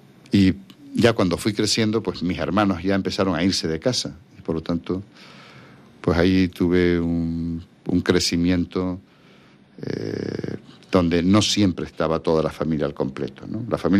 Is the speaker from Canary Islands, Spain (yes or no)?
yes; San Cristóbal de La Laguna, Canary Islands, Spain; also born or lived in Santa Cruz de Tenerife; Nací en La Laguna. Nací en La Laguna. Aquí pasé hasta los 15 años. Que mi familia fue a vivir a Santa Cruz por un problema de salud de mi padre. Pero siempre he estado muy vinculado a La Laguna, incluso cuando vivía en Santa Cruz.